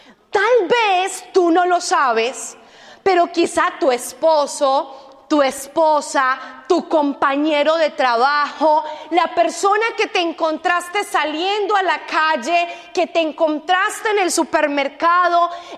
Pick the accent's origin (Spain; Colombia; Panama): Colombia; Antioquia; moved away; los paisas, los que somos de Antioquia, nos caracterizamos, y hay un refrán por ahí que dice, un paisa no se vara.